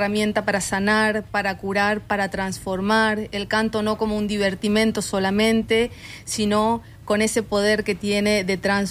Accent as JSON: {"language": "Spanish", "region": "northern Argentina", "country": "Argentina", "said": "del norte, de donde yo soy, Formosa y Chaco."}